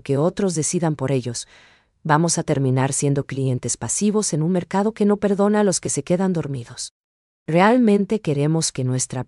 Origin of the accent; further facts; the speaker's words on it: Paraguay; ¿Estamos preparados nosotros como paraguayos para dominar estas herramientas?